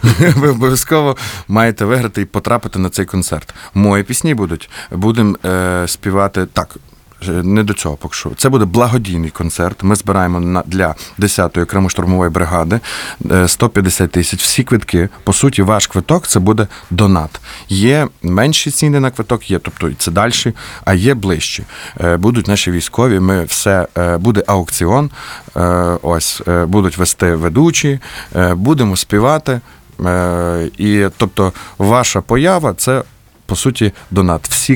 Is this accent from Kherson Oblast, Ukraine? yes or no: no; Kolomyia, Ivano-Frankivsk Oblast, Ukraine; moved away; Ну, Коломия. Я завжди пишався те, що я з Коломиї. Бо це, по-перше, це найбільше місто в нашій Франківській області.